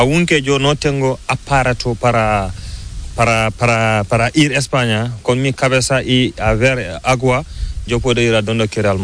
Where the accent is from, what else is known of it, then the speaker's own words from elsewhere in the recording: Mali; first language Pular; Spanish is a second language; moved away as an adult; now in Spain; Yo soy de Mali